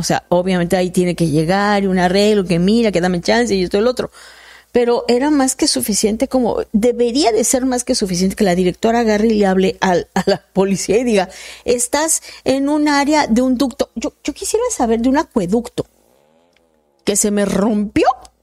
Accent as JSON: {"language": "Spanish", "region": "Tabasco", "country": "Mexico", "tie": "born or raised there", "moved": "yes", "lives_now": "Tijuana, Mexico", "said": "allá en mi pueblo, que es Tabasco"}